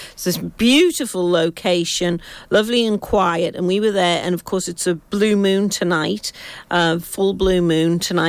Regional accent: England, United Kingdom; I'm so English.

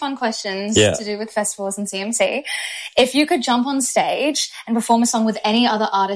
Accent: Adelaide, South Australia, Australia; I'm from Adelaide, South.

